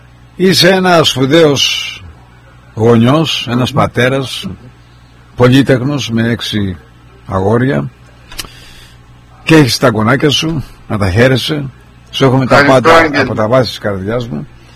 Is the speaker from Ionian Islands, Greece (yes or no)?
yes; Kefalonia, Ionian Islands, Greece; Γιατί είμαι Κεφαλονίτης.